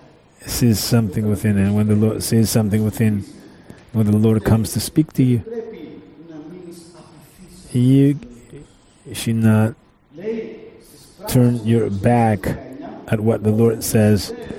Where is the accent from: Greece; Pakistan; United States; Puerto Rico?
Greece; Rhodes, South Aegean; English is a second language; moved away; also born or lived in Heraklion; within a year I was in Heraklion from Rhodes, what was my homeland.